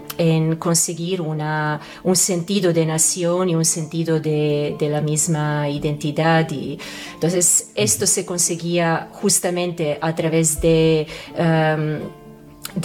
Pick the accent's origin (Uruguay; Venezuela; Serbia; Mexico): Serbia; moved away; crecer en Antigua Yugoslavia, después Serbia, entre Yugoslavia y Serbia hemos cambiado el nombre del país varias veces